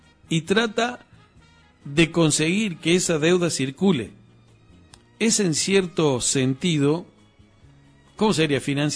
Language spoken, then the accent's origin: Spanish; Argentina; nuestro peso argentino es el que tiene curso legal.